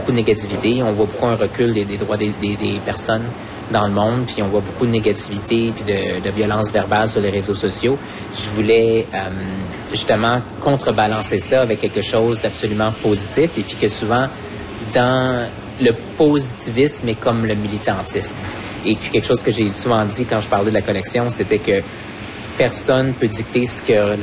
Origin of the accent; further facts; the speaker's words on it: Montreal, Quebec, Canada; Je pense que, oui, je suis né à Montréal, je suis Montréalais, puis ça affecte beaucoup qui je suis.